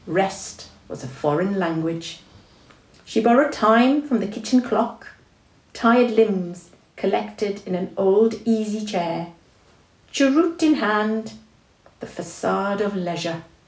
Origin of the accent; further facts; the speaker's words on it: Kuala Lumpur, Malaysia; also born or lived in Petaling Jaya; now in United Kingdom; I was born in Kuala Lumpur.